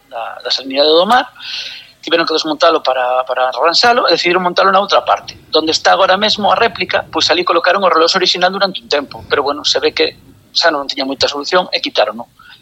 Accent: Bueu, Galicia, Spain; now in Cangas, Spain; aquí eu son de Bueu, son do Puerto do Pobo do lado, e cando me mudei a Cangas

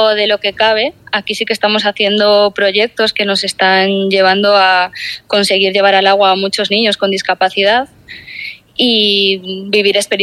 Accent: Vigo, Galicia, Spain; also born or lived in Nigrán; No, soy de aquí. Sí, yo vivo en Vigo, pero bueno, mi familia es de Nigrán. Parte de mi familia es de Nigrán, así que nada, estoy bastante más aquí a veces que en Vigo.

